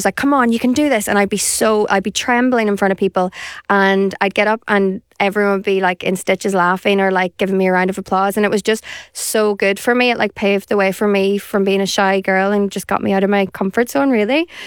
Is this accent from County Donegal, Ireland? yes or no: yes; Downings, County Donegal, Ireland; born or raised there; also born or lived in Carrigart